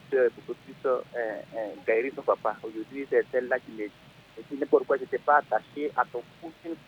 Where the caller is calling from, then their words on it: Yamoussoukro, Côte d’Ivoire; C'est de Yamoussoukro.